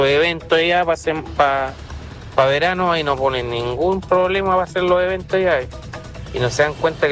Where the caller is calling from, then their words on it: Puerto Montt, Los Lagos, Chile; Soy un poblador de Alto La Paloma.